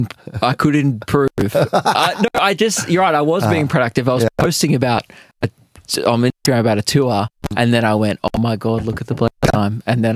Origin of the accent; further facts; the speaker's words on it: Melbourne, Victoria, Australia; also born or lived in Eltham; I grew up in the northeastern suburbs of Melbourne, Diamond Creek.